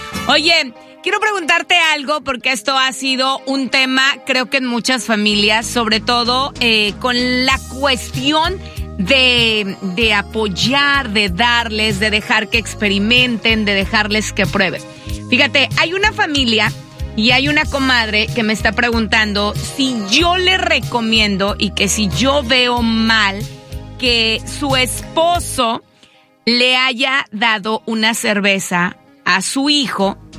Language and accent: Spanish; Mexico; now in United States; Nuestro México es a los 18